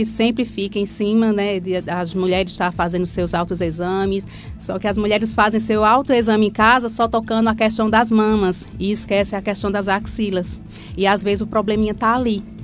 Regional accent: Agrestina, Pernambuco, Brazil; fui nascida e criada lá.

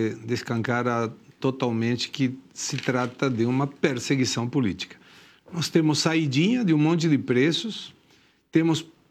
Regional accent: Argentina; born there; Portuguese is a second language; Não, é que eu sou nascido na Argentina e tem palavras que não consigo falar bem.

